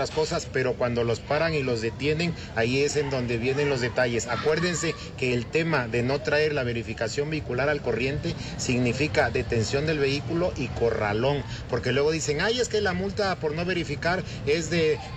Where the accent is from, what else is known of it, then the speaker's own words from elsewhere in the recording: Mexico; como todo mexicano, nos esperamos a los días últimos